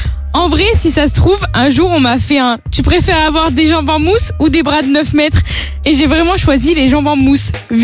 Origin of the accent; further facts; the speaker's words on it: Clermont-Ferrand, Auvergne-Rhône-Alpes, France; Sinon, je viens de Clermont-Ferrand, comme plein de gens connus, personne en fait.